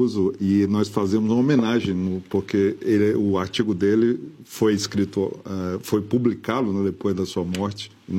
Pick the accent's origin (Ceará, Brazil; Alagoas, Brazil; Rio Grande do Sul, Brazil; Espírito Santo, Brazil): Ceará, Brazil; born there; Eu nasci no Ceará.